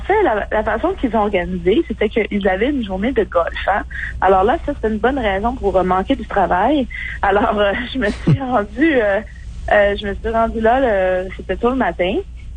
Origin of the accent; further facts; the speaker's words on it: Quebec, Canada; now in Ontario, Canada; j'ai quand même passé 20 ans de ma vie ici. Bien sûr, je viens du Québec.